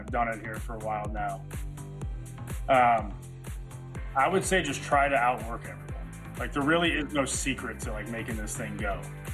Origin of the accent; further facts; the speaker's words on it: Lake Bluff, Illinois, United States; I'm from Lake Bluff. I went to Lake Forest High School, but I'm technically from Lake Bluff.